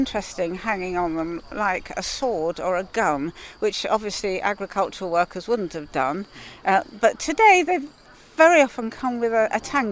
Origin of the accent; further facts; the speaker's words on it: Leek, West Midlands, United Kingdom; I'm from Leek Morris.